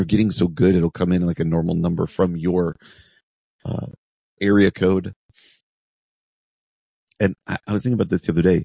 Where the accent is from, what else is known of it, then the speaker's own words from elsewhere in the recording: New Jersey, United States; moved away as an adult; I love this story from my home state of New Jersey. I grew up in New Jersey. I've been a Midwesterner for a long time. I basically moved out here in 1995 to go to Wheaton College